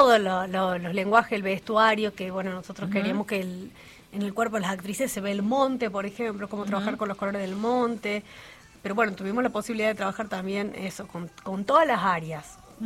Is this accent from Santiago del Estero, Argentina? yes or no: yes; Frías, Santiago del Estero, Argentina; born or raised there